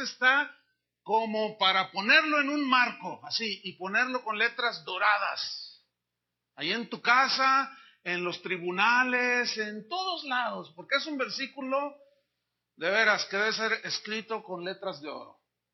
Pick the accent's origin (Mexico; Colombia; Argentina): Mexico; Yo cuando viajo a distintos países, ¿de dónde eres? Soy mexicano.